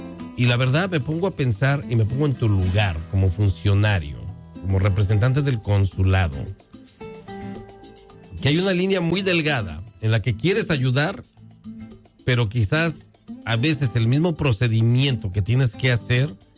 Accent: Mexico; al igual que nosotros como mexicanos

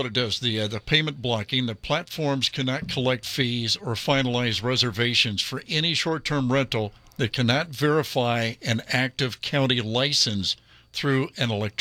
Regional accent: Midwest, United States; I grew up in the Midwest

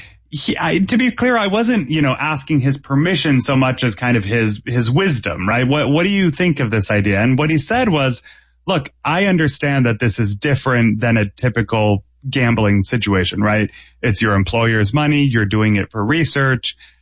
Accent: Massachusetts, United States; I grew up in Massachusetts, so I have the New England sports fan

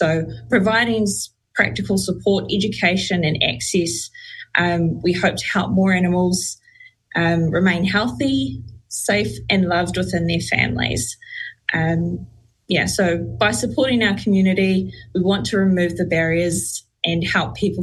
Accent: Auckland, New Zealand; also born or lived in Papatoetoe / Otara; I hail from Manurewa, Papatoi, Otara, and my tribal area is Omao Bay.

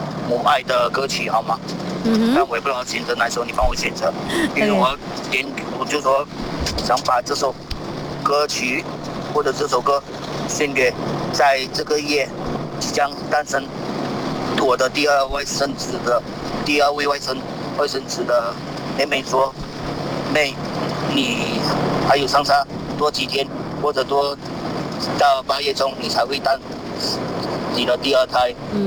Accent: Johor, Malaysia; 哎，中午好。哎，

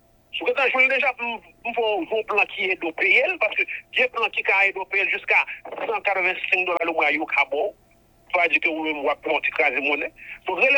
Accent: Haiti; moved away; Je suis haïtien. Je suis venu ici.

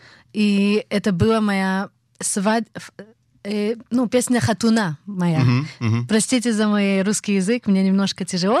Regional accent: Petah Tikva, Central District, Israel; also born or lived in Nalchik, Russia; Я родилась в Нальчике, в Кавказе. И всю мою жизнь была в Петахтикве.

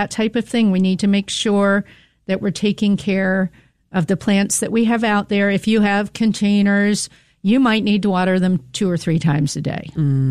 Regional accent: East Coast, United States; moved away; this is the type of heat I grew up with on the East Coast

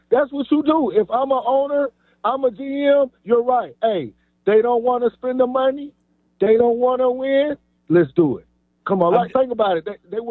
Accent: Atlanta, Georgia, United States; Like, I'm from Atlanta, and I love my Braves.

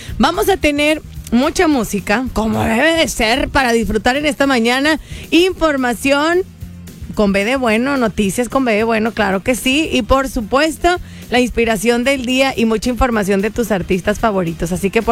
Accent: Mexico; los mexicanos

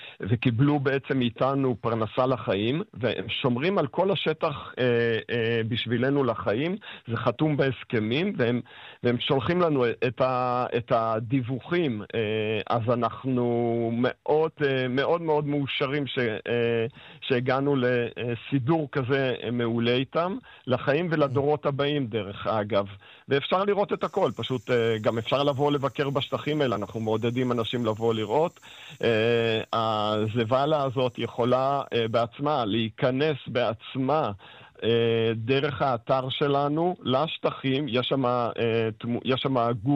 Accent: Ashkelon, Southern District, Israel; born or raised there; also born or lived in Beersheba / Kfar Saba; now in Giv'at Ada, Israel

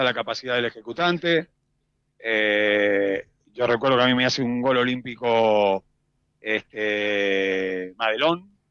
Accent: Buenos Aires, Argentina; motorizó todos mis sueños que tenía de pibe en mi barrio en Floresta

